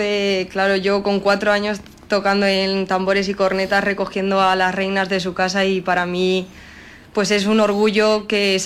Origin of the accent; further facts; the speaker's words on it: Campillo de Altobuey, Castilla-La Mancha, Spain; ser campillana es algo que llevo con orgullo a cada parte que voy y defiendo a mi pueblo por todo lo alto.